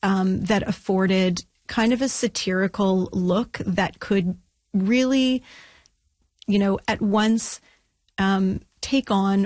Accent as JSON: {"language": "English", "town": "Ottawa", "region": "Ontario", "country": "Canada", "said": "I'm actually from Ottawa originally"}